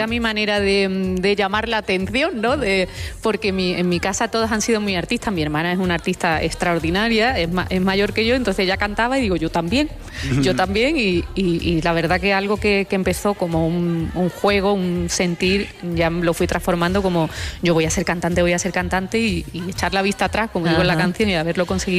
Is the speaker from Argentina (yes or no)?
no; Andalusia, Spain; Y además yo soy andaluza y cuando aprieto el acento, pero...